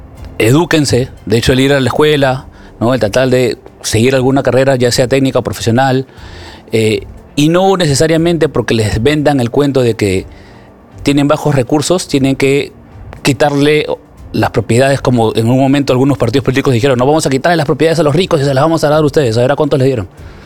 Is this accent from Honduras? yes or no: no; Peru